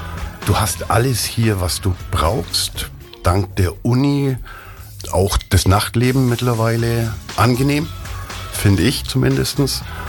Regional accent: Bayreuth, Bavaria, Germany; Ich bin 63 Jahre alt, in Bayreuth geboren, lebe schon immer hier

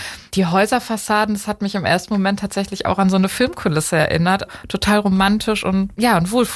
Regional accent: Bergisch Gladbach, North Rhine-Westphalia, Germany; also born or lived in Cologne; Ich komme aus der Nähe von Köln, aus Bergisch Gladbach, bin aber in Köln zur Schule gegangen, habe dort studiert

